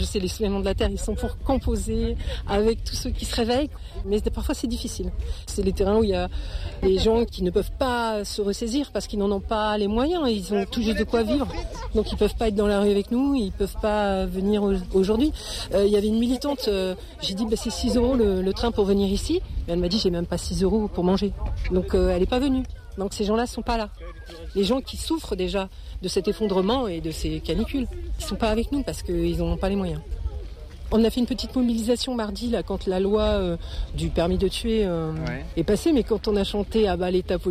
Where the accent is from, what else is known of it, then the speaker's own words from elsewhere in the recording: Le Havre, Normandy, France; je viens du Havre et ce méga canal nous concerne aussi